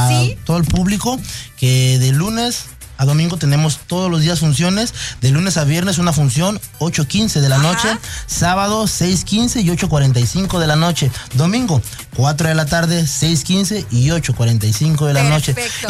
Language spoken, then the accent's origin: Spanish; Puebla, Mexico; Yo soy de Puebla.